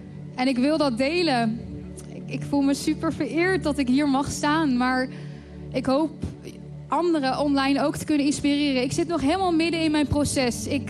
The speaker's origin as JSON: {"language": "Dutch", "region": "North Brabant", "country": "Netherlands", "said": "ik kom niet uit Alphen aan de Rijn, ik kom uit Brabant."}